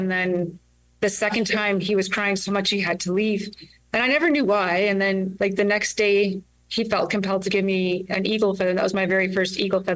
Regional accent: Steinbach, Manitoba, Canada; first language Ojibwe; English is a second language; also born or lived in Red Lake; And we grew up in Steinbach, and like the school had half days in German and half days in English, and I really didn't know what was going on. So I lost a lot of the Anishinaabemowin.

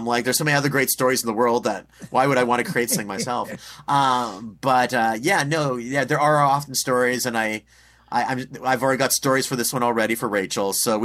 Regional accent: Manitoba, Canada; moved away; I grew up in Manitoba. So I grew up not very far from where she was born and raised.

